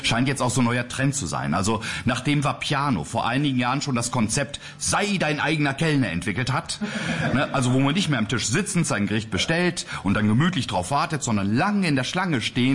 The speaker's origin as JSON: {"language": "German", "region": "Lower Saxony", "country": "Germany", "tie": "born or raised there", "said": "aus meiner Kindheit in Niedersachsen"}